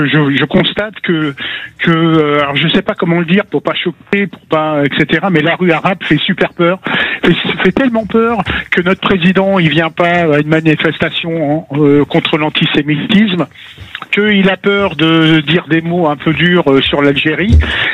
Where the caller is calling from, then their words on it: Île-de-France, France; Moi, j'habite en Seine-Saint-Denis.